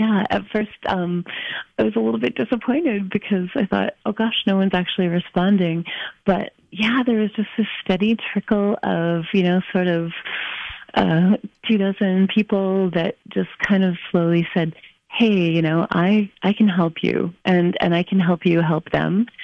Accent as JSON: {"language": "English", "town": "Summerland", "region": "British Columbia", "country": "Canada", "tie": "born or raised there", "said": "growing up in Garnet Valley on property that my great-grandfather had settled back in the late 1800s"}